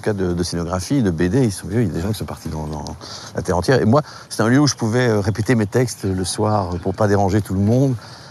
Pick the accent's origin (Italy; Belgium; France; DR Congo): Belgium; Ixelles, Brussels-Capital Region; Moi je suis né à Ixelles, oui, puis j'ai grandi ici